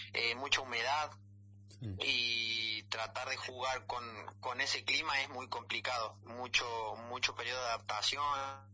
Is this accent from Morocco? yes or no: no; Argentina; moved away as an adult; now in Venezuela; somos argentinos los tres